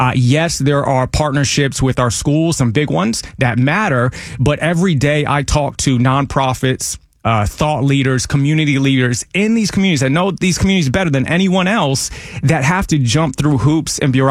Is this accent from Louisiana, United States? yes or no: no; Pinellas County, Florida, United States; I was born and raised in Pinellas County, not someone who just came here. I am this county